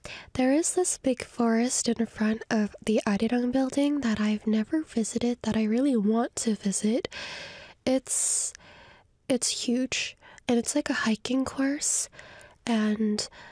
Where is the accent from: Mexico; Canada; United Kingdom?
Canada; now in Korea; I lived in a very foresty place because I'm from Canada.